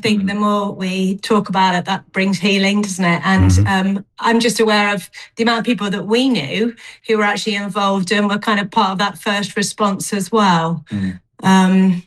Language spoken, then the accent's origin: English; Exeter, South West England, United Kingdom; born there; moved away as an adult; also born or lived in Bristol / Penzance; now in Cardiff, United Kingdom; I'm a Southwest girl, really. I had my teenage years in Exeter. We spent most of our early married life in Bristol and then in Penzance, Cornwall